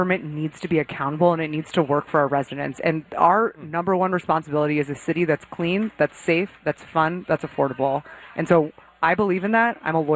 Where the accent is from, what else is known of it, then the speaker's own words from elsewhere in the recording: California, United States; I did not. I grew up in the San Francisco Bay Area.